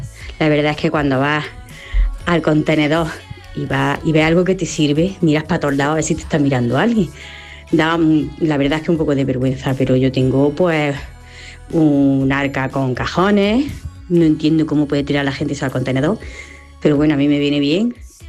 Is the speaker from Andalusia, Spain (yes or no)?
yes; Úbeda, Andalusia, Spain; de Úbeda, tengo un estudio de fotografía.